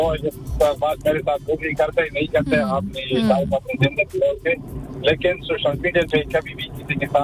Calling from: Pakistan; मैं पाकिस्तान से ही बात कर रहा हूँ। तो पाकिस्तान में मुझे 3 सोशल मीडिया पे दोस्त मिले थे।

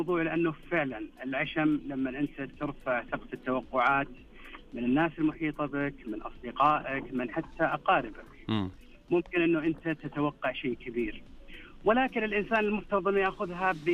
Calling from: Riyadh, Riyadh Province, Saudi Arabia; أنا أكلمك من الرياض

